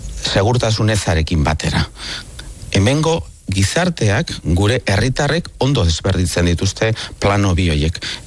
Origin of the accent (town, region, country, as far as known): Basque Country, Spain